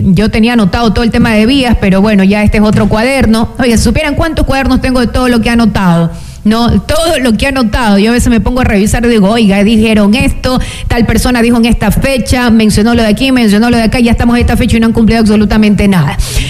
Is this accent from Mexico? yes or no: no; La Libertad, Santa Elena, Ecuador; somos habitantes del Cantón La Libertad